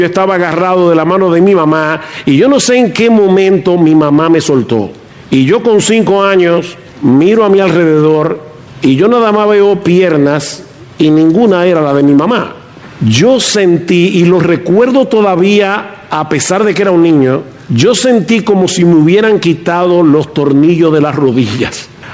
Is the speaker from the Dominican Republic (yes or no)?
yes; San Juan de la Maguana, San Juan, Dominican Republic; Cuando yo era niño, como cinco o seis años, vino a San Juan de la Maguana, al pueblo donde yo nací